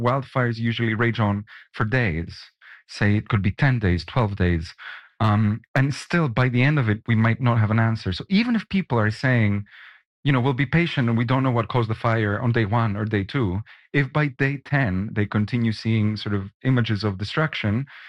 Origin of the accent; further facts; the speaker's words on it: Greece; So I was expecting interest from my home country, maybe countries in the Mediterranean.